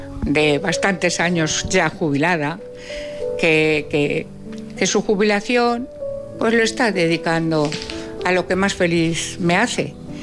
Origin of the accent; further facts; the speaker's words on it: La Puebla de Almoradiel, Castilla-La Mancha, Spain; born there; Yo nací en la Puebla de Almoradiel.